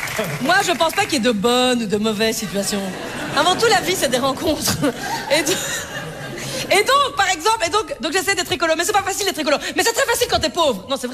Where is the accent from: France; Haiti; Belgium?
Belgium; Liège, Wallonia; moi, je suis liégeoise. Putain, je viens de Liège quand même.